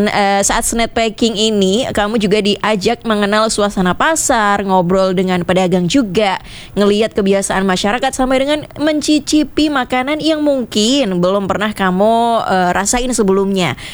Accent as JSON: {"language": "Indonesian", "town": "Surakarta", "region": "Central Java", "country": "Indonesia", "said": "karena aku dari Solo nih, Pro 2, aku biasanya ke pasar gede nih."}